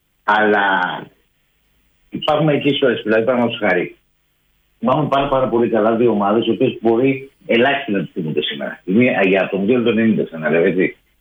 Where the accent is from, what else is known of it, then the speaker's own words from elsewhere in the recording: Argos, Peloponnese, Greece; moved away; η Καρδιά Αργολίδος και από εκεί κατάγομαι. Εγώ μεγάλωσα στο Άργος